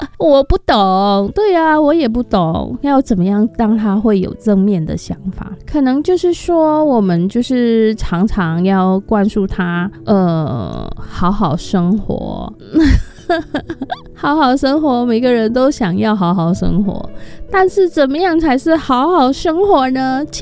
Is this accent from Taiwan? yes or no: yes; Taiwan; born there; 但是呢我赌的我出生都在台湾，所以很合理的我是台湾人